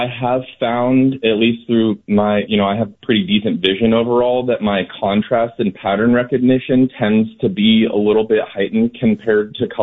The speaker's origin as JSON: {"language": "English", "town": "Sacramento", "region": "California", "country": "United States", "tie": "born or raised there", "lives_now": "Oakland, United States", "said": "I grew up in Sacramento"}